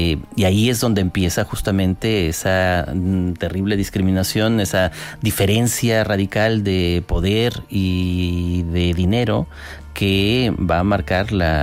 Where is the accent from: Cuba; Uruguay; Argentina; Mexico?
Mexico; moved away as an adult; now in Spain; soy mexicano y soy español, porque español. Uno puede ser muchas cosas simultáneamente, pero bueno, en cualquier caso, sí. La mía es una historia privilegiada de migración, de venir a estudiar primero en España y luego de pasar muchos años aquí